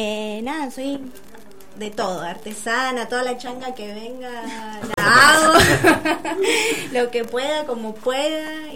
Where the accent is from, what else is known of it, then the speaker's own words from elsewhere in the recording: Buenos Aires, Argentina; now in Mendoza, Argentina; yo soy otra madre. Otra madre porteña también